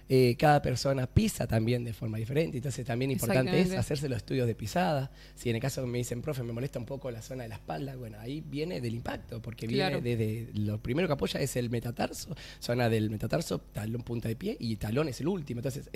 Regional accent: Buenos Aires, Argentina; moved away as an adult; also born or lived in Haedo; now in Río Gallegos, Argentina; Soy de Buenos Aires, de Granbur. Mira. Y después, un tiempo viví en Aedo. Zona oeste.

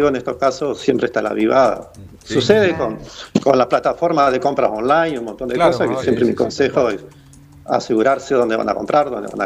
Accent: Santa Elena, Entre Ríos, Argentina; nosotros que somos de Santa Elena

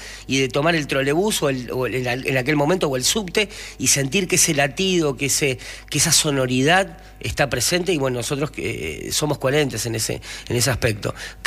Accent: Buenos Aires, Argentina; born there; somos nacidos en Buenos Aires

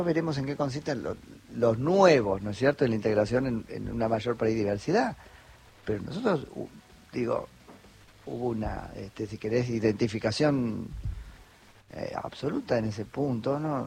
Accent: Argentina; Por ahí estoy siendo argentino en la manera de analizarlo.

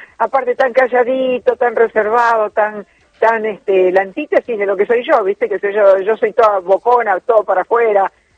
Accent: Argentina; now in Buenos Aires, Argentina; Como buenos argentinos que somos, yo soy muy pasional, igual que todos los argentinos, muy visceral.

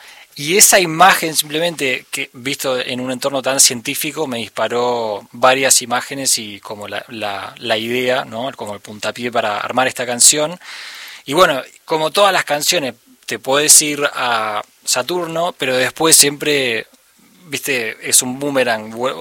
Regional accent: Buenos Aires, Argentina; moved away as an adult; also born or lived in California, United States; now in United States; nací en California cuando yo tenía 6, nos vinimos a Argentina. Mi papá es argentino, mi mamá es uruguaya.

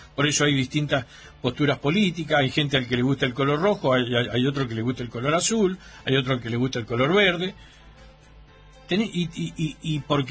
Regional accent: Argentina; los argentinos tenemos que acostumbrarnos a convivir con el resto.

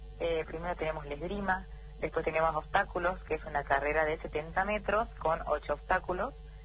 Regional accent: Salta, Argentina; Por suerte pude verme con bastante familia, cosa que es difícil ya que soy de Salta.

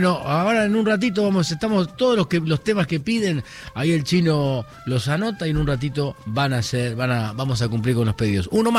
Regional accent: Córdoba, Argentina; now in Buenos Aires, Argentina; creo que yo soy cordobés, pero viajé mucho a San Juan y viajo continuamente a San Juan.

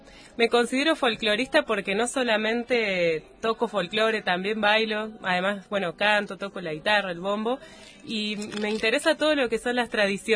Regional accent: Buenos Aires, Argentina; born there; moved away as an adult; also born or lived in Córdoba / San Luis; yo soy nacida en Buenos Aires

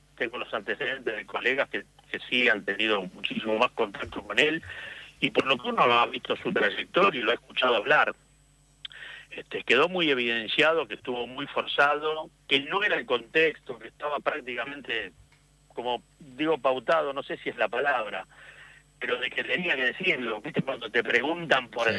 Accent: Argentina; also born or lived in Madrid, Spain

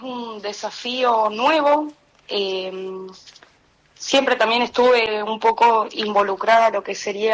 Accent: Viedma, Río Negro, Argentina; tengo 25 años, soy de Viedma.

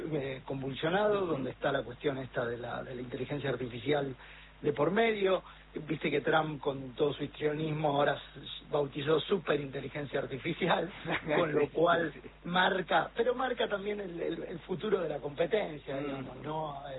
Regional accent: Argentina; también como argentino

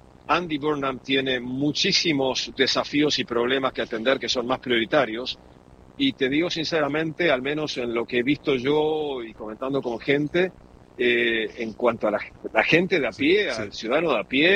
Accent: Uruguay; now in London, United Kingdom; no me falló el ADN uruguayo.

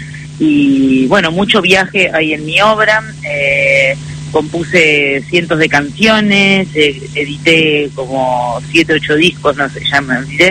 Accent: Remedios de Escalada, Buenos Aires Province, Argentina; Bueno, me crié en Remedios de Escalada, en el conurbano bonaerense, y desde muy chica empecé a leer

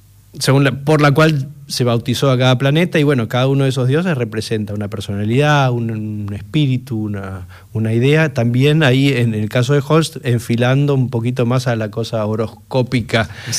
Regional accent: Argentina; Los argentinos somos personas que claramente tenemos una idea muy fuerte sobre nosotros mismos.

